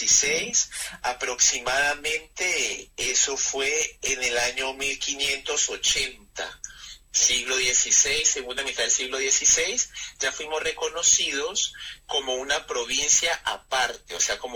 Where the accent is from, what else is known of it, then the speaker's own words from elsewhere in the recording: Popayán, Cauca, Colombia; now in Argentina; yo creo que ya por mi tonada ya se dieron cuenta que no soy argentino. Está bien, yo soy de Colombia.